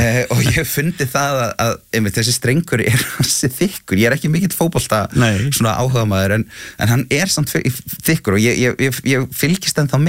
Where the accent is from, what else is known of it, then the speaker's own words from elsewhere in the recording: Akranes, Western Region, Iceland; born there; Jú, ég sem sagt fæddur á Akranesi